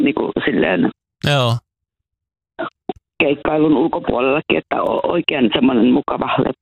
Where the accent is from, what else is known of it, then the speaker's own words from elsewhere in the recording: Nurmijärvi, Uusimaa, Finland; Niin, maaltahan minäkin olen kotoisin, etenhän minä sieltä päin ole, että Nurmijärvellä kasvoin.